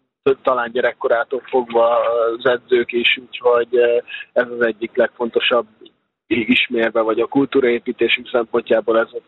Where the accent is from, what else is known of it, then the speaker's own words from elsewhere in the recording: Hungary; magyarként ezt meg tudjuk élni.